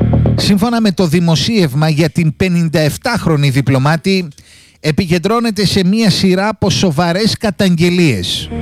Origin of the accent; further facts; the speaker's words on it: Greece; Ως Έλληνες έχουμε μάθει να αγωνιζόμαστε.